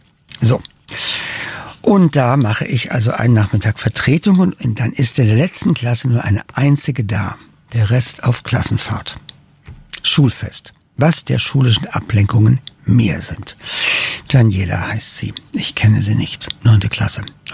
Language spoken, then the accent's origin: German; Darmstadt, Hesse, Germany; geht die Sonne unter, hinter den Darmstädter Palmen. Ein plässlich rosa Himmel und ich freue mich an meiner Heimatstadt.